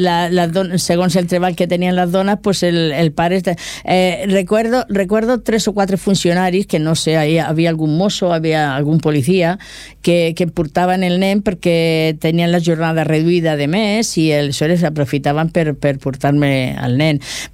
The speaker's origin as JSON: {"language": "Catalan", "region": "Catalonia", "country": "Spain", "accent": "Murcian", "second_language": "Catalan", "said": "parlo un català amb accent murcià, però de Lleida. Sembla que soc valenciana."}